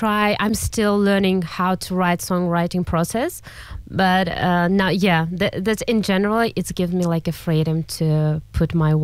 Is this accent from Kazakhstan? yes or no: yes; Kazakhstan; So growing up in Kazakhstan gave me a deep appreciation for emotional melodies and storytelling. Our culture has a beautiful traditional music